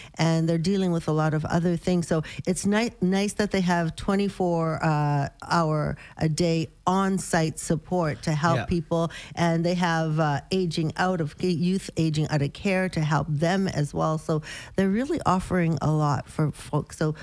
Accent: Canada; accent: Canadian; they told me my Canadian accent was off-putting. So I'd have to learn to speak

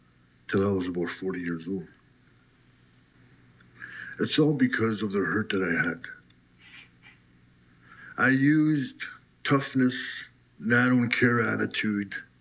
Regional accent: North Caribou Lake, Ontario, Canada; I'm from North Caribou Lake, also known as Round Lake, Yagama Lake.

